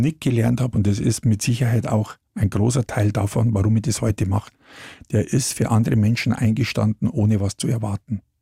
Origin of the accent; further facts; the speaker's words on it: Munich, Bavaria, Germany; die laden mich als Münchner